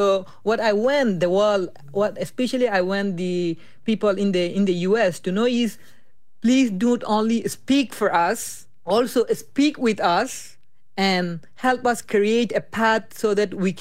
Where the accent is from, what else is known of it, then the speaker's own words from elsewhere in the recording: Myanmar; now in United States; so I don't have a citizenship, still I am from Burma, and in my immigration status, it's recorded that I am from Burma